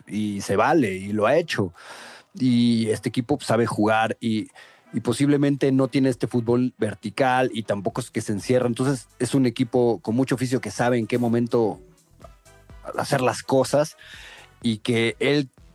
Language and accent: Spanish; Mexico; que tú como yo, como Puma, güey, ¿no? Como mexicano, pues, güey, te enchilas, güey, la neta.